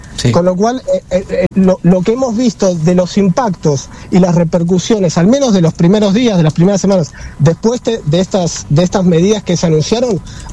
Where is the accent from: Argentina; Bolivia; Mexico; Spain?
Argentina